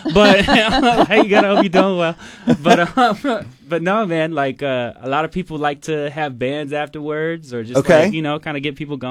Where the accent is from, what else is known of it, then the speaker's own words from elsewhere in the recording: Dallas, Texas, United States; I am from Texas. I'm from Dallas, Texas.